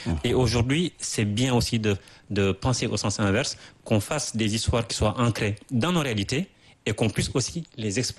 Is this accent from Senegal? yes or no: yes; Senegal; même en tant que Sénégalais